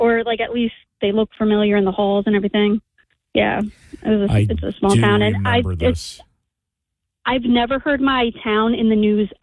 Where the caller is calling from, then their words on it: Haddon Township, New Jersey, United States; I'm actually from Haddon Township, not Cherry Hill.